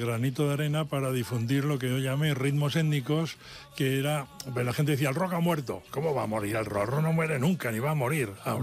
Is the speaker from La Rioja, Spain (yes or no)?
yes; Haro, La Rioja, Spain; Yo soy de Haro, Jarrero